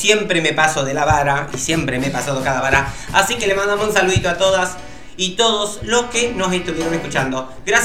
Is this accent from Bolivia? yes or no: no; Argentina; born there; first language Spanish; Yo siempre defiendo a muerte el castellano. Yo nací en esta patria grandiosa y me pienso morir hablando